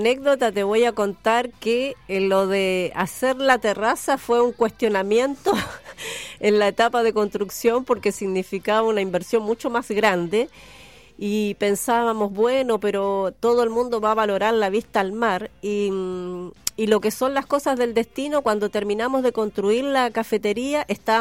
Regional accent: Uruguay; also born or lived in Santiago, Chile; now in Valparaíso, Chile; Yo soy uruguaya y llegué hace muchos años a Chile.

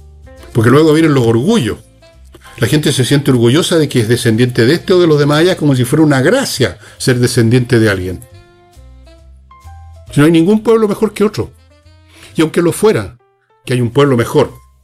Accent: Chile; Pero yo soy chileno. No menos chileno que esos señores de origen que cuyos tatarabuelos estaban aquí cuando llegaron los españoles.

